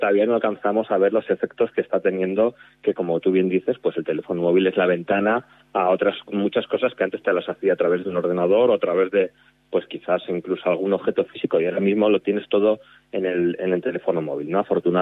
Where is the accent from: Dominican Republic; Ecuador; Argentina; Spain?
Spain; Santander, Cantabria; also born or lived in Madrid; Bueno, yo soy cántabro, soy de Santander, y entonces también me quedo a veces alucinando de los rincones, vamos, que hay en Cantabria, ¿no?